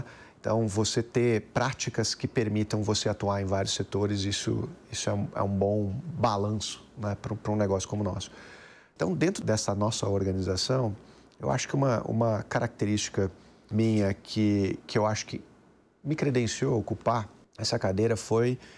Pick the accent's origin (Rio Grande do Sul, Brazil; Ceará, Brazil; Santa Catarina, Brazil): Rio Grande do Sul, Brazil; also born or lived in Porto Alegre; now in São Paulo, Brazil; Eu sou gaúcho.